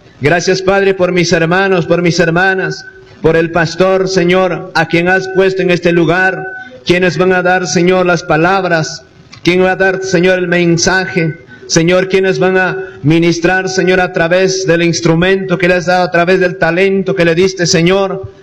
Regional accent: Peru; a continuación tenemos himno nacional, como peruanos que somos.

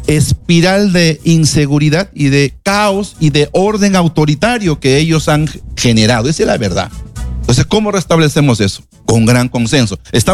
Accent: Peru; nosotros pues tenemos una gran ventaja como peruanos, ¿no? Tenemos un papa peruano.

